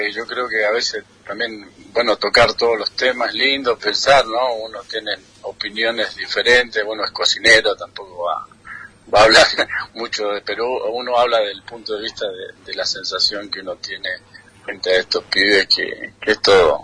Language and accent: Spanish; Malargüe, Mendoza, Argentina; que conozcan nuestra tierra, que es única. Yo he recorrido, pero no hay como Malargüe.